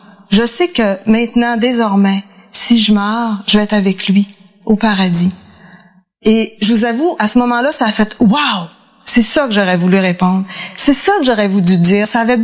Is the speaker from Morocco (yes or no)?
no; Saguenay, Quebec, Canada; Moi, j'ai grandi au Saguenay, dans une famille très chaleureuse, avec un père italien.